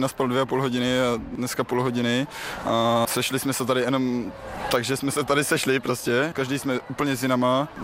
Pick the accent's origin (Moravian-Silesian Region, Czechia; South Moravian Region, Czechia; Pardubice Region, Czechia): South Moravian Region, Czechia; Velká nad Veličkou; Z Velké nad Veličkou, Horňácko.